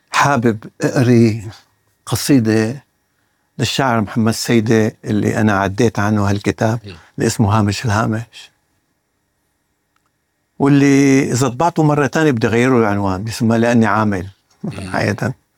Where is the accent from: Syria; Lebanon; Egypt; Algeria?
Syria; أنا كسوري صعب علي أقبل بلد مثل السويداء